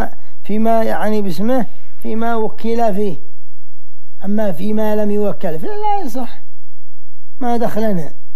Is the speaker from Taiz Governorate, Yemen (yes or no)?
no; Sanaa, Amanat Al Asimah, Yemen; عندنا في صنعاء